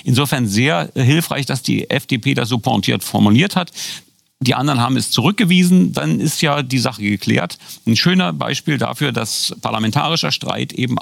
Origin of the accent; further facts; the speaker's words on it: Berlin, Germany; Auch wir Berliner werden uns Mühe geben, das nicht nur in Mundart zu machen.